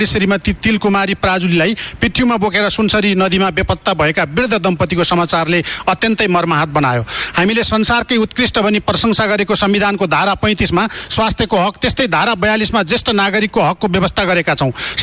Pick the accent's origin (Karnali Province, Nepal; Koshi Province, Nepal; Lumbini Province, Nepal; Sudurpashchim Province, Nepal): Sudurpashchim Province, Nepal; Kailali district; मेरो गृह जिल्ला कैलाली लम्कीचुवा नगरपालिका वडा नम्बर 3